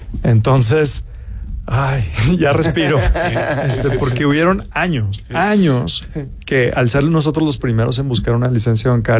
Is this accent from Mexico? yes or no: yes; Mexico; como mexicano, me da mucho orgullo